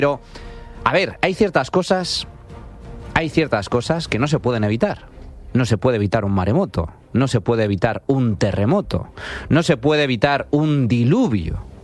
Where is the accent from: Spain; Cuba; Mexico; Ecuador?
Spain; En el caso de España todavía es de mayor gravedad ese abandono, porque somos un país rico.